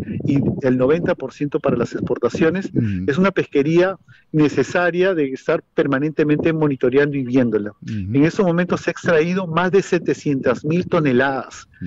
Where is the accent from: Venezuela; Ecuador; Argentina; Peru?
Peru; como peruanos y como autoridades